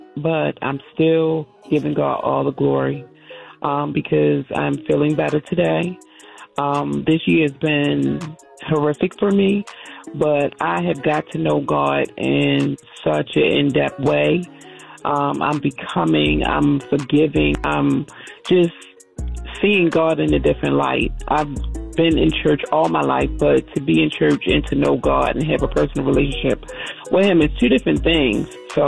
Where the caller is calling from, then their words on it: Maryland, United States; I'm calling from Maryland.